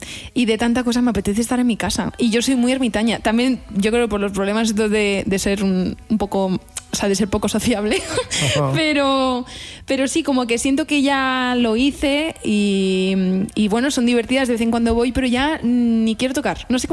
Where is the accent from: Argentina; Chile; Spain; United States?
Spain; Madrid, Community of Madrid; yo soy madrileña de toda la vida.